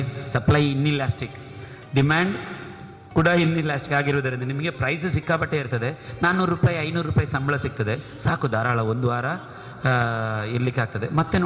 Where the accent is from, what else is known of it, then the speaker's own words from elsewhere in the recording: Karnataka, India; ನಮ್ಮ ಗೋಳಿತೊಟ್ಟು ಆಲಂತಾಯ ಮತ್ತು ನೇರಂಕಿ ನಮ್ಮ ಕಲ್ಲಡ್ಕ ಈ ಏರಿಯಾದಲ್ಲಿರುವ